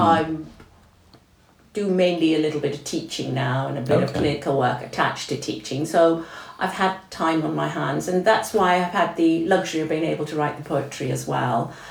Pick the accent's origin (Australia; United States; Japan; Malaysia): Malaysia; now in United Kingdom; And my parents were both born in Malaysia, and I was born in Malaysia, now I live in the UK. I've been in the UK for many years. So I am a migratory bird, a diaspora.